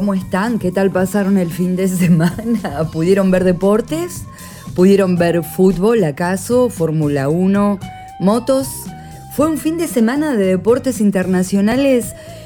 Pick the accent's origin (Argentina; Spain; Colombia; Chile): Argentina; como una argentina desubicada, amante de los deportes que la definen en cualquier lugar del mundo.